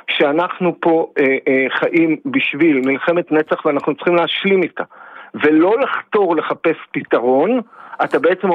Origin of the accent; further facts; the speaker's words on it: Nir Oz, Southern District, Israel; now in Be'eri, Israel; אני חייתי שנים, חיינו בנגב המערבי, אני הלא בן קיבוץ נירוז וחבר בערי, כל חיי אני שם